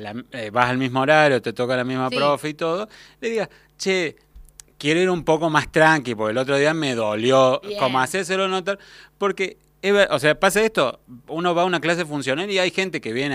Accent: Argentina; en esta tierra de gente que somos argentinos, futboleros y consumidores de drogas analgésicas de por sí.

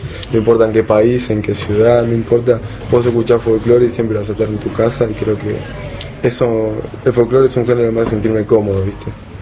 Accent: Morón, Buenos Aires Province, Argentina; Y yo salí de San José, de barrio San José, de Morón, como todo mi amigo, como todo mi staff.

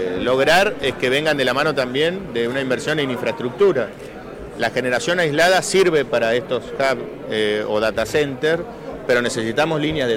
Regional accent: Argentina

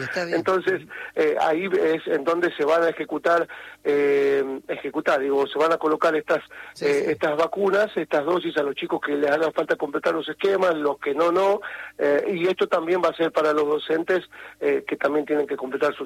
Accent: La Rioja, Argentina; Por eso mismo, porque no tenemos los riojanos, hablo como riojano León, por eso digo claro.

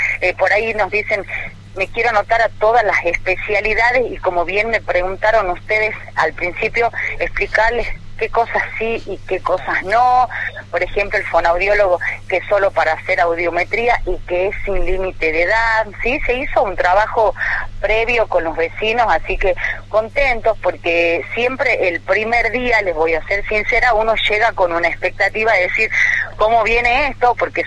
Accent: Campo Santo, Salta, Argentina; yo soy yo también soy de un pueblo, soy de Camposanto

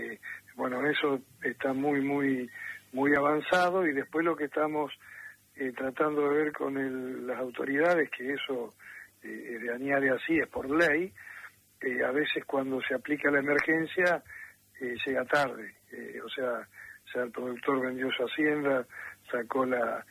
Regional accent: Argentina; no te olvides que el productor, como muchos argentinos, al crédito le tenemos cierto resquemor

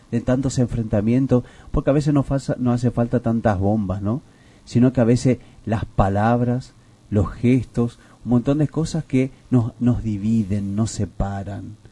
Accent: Argentina; viene estos días para nosotros como pueblo argentino recibir al Santo Padre

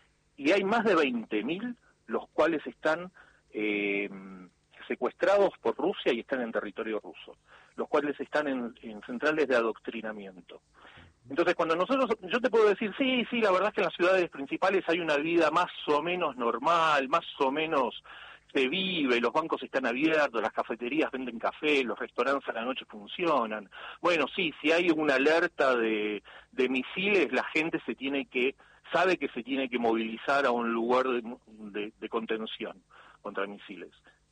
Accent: Argentina; Siempre desde el punto de vista que somos argentinos descendientes de ucranianos, la gran mayoría. No somos ucranianos.

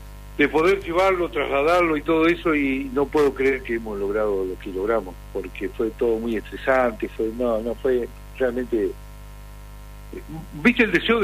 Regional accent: Argentina

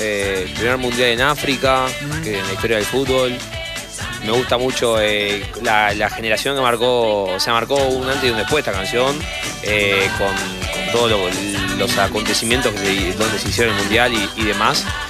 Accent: General Güemes, Salta, Argentina; de General Güemes, Salta. Linda ciudad.

